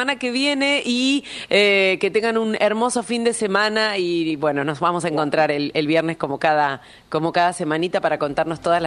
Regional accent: Argentina; valoremos que somos argentinos

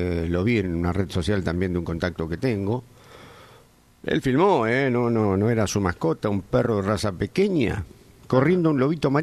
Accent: San Antonio Este, Río Negro, Argentina; born there; Yo nací en San Antonio Este.

